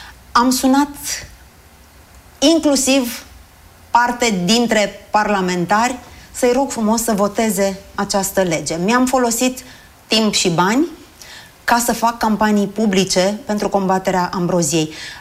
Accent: Romania

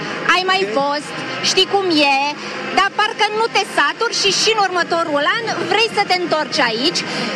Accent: Arad, Arad County, Romania; now in Bucharest, Romania; eu sunt din Arad și toate expresiile astea sunt cumva familiare pentru mine. Cred că m-ai uitat un pic de ele, pentru că deja am 10 ani de când m-am mutat în București

